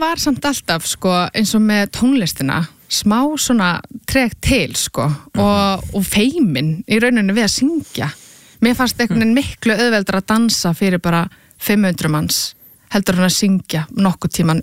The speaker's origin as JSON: {"language": "Icelandic", "town": "Garðabær", "region": "Capital Region", "country": "Iceland", "tie": "born or raised there", "said": "ég að mestu liti uppalinn í Garðabæ og gekk þar í grunnskóla og menntaskóla"}